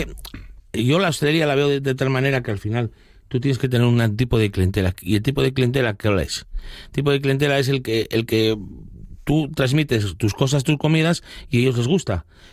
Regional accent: Asturias, Spain; Soy asturiano, tengo que venderme.

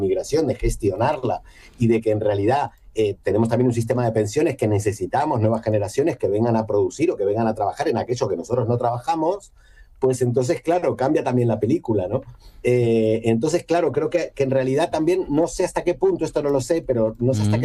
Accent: Argentina; moved away as an adult; now in Spain; Bueno, el yo soy inmigrante, digamos, soy hispano-argentino, porque tengo la nacionalidad española ya hace bastante, hace 31 años que vivo aquí.

